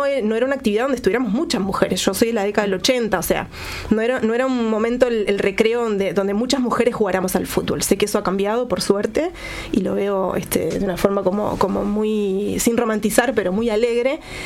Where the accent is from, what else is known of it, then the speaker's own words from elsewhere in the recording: Montevideo, Uruguay; haber nacido en el barrio de La Teja